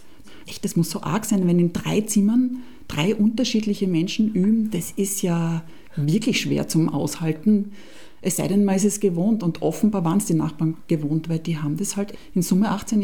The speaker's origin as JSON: {"language": "German", "town": "Judenburg", "region": "Styria", "country": "Austria", "tie": "born or raised there", "said": "Ich bin in Judenburg auf die Welt gekommen und groß geworden."}